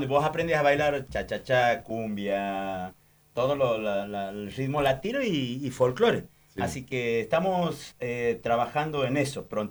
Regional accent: Santiago del Estero, Argentina; Nosotros en Santiago del Estero siempre lo decimos

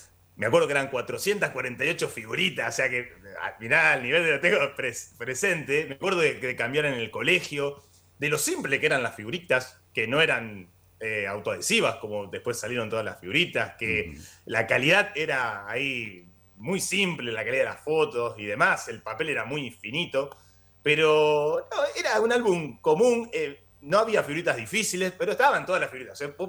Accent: Rosario, Santa Fe, Argentina; now in Funes, Argentina; nací en Rosario, toda mi infancia la pasé en la zona sur de Rosario y ahora me vine a vivir a Funes.

